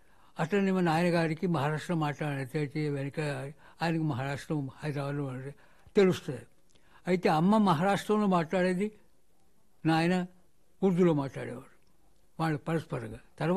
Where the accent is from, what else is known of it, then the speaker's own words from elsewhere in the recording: Madikonda, Telangana, India; నాకు పరిసరాల అవగాహన కలిగినప్పటి నుంచి మడికొండలో ఉన్నాను, అక్కడనే తెలిసింది.